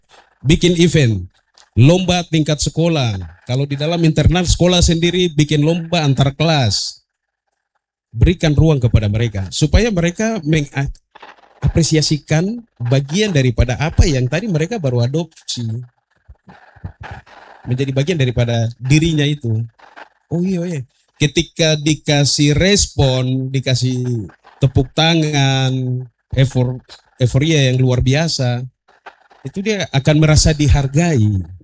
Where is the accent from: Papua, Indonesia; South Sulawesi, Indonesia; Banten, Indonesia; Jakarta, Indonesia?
Papua, Indonesia; berarti aku Papua.